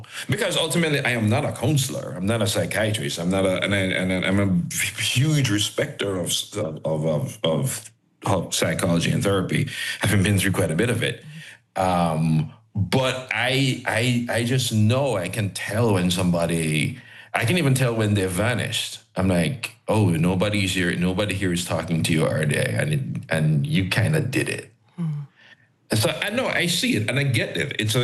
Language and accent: English; Jamaica; I'm a Jamaican, I don't need to check anyth